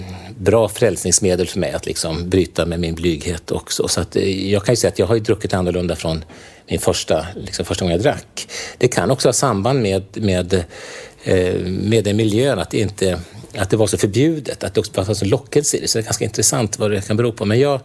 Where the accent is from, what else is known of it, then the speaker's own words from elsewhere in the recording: Stockholm, Stockholm County, Sweden; så växte jag upp då mitt i Stockholm.